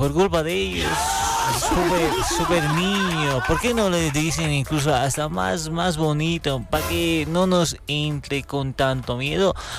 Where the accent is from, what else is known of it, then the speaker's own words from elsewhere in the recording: Bolivia; Somos bolivianos, somos seres humanos